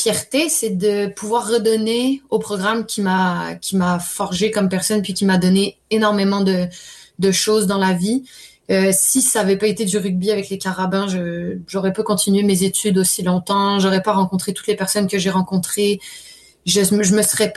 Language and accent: French; Lyon, Auvergne-Rhône-Alpes, France; now in Canada; j'ai grandi à Lyon en France et donc mon école secondaire est à Lyon en France.